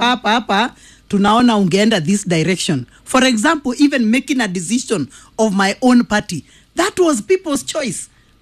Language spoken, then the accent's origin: English; Kenya; I come from the Kikuyu culture.